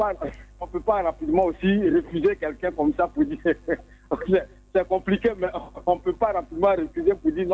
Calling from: Abidjan, Côte d’Ivoire; J'appelle de Yopouko, zone industrielle.

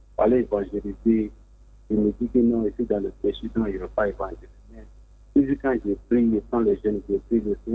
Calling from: Abidjan, Côte d’Ivoire; Oui, c'est dans la commune de Port-Boué.

